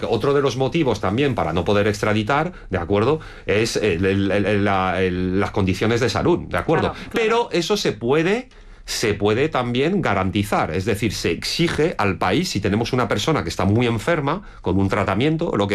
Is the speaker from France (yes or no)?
yes; France; Spanish is a second language; yo lo veo como en forma de espejo como francés y siempre os estáis peleando entre vosotros, ¿entendéis?